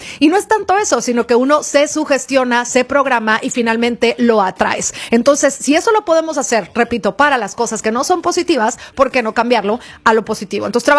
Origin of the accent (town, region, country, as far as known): Mexico